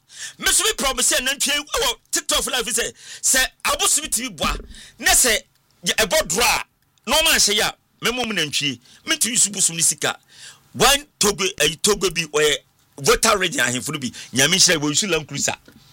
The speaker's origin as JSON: {"language": "English", "country": "Ghana", "said": "brother from Ghana."}